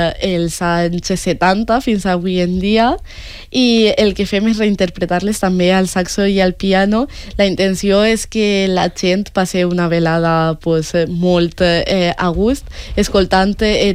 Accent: Gavarda, Valencian Community, Spain; a Gavarda, al meu poble.

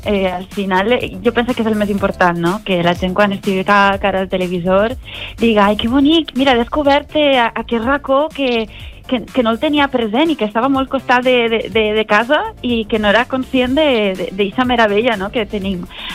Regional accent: Alcoy, Valencian Community, Spain; jo soc alcoiana

